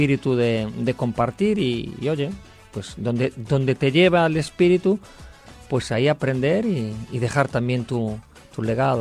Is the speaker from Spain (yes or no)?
yes; Galicia, Spain; Yo soy gallego, que es norte, noroeste de España, justo a la otra punta de Barcelona.